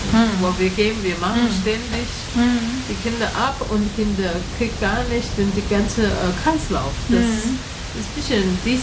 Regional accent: Taiwan; German is a second language; ich komme aus Taiwan, und Taiwan, junge Leute, sag mal, abdurchschnittlich, ab 20-Jährige, die sind alles in der Uni gegangen

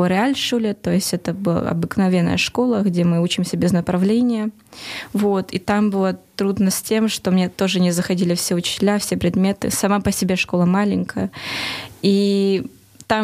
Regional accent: Ukraine; Russian is a second language; что вот я украинка, еще и одна в классе.

